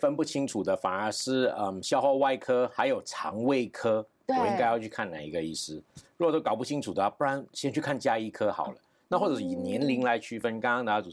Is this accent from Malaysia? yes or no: yes; Malaysia; 那我出生地的话是在马来西亚，所以在马来西亚长大。